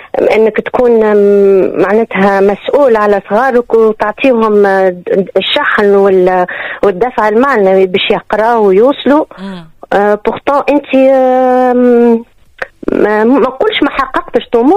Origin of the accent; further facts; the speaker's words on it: Tunisia; نحن ولاد تونس ونقعدوا ديما نحبوها تونس مهما يصير فينا.